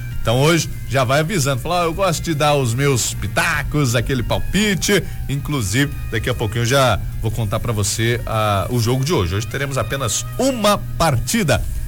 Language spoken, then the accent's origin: Portuguese; Brazil; eu, claro, sou brasileiro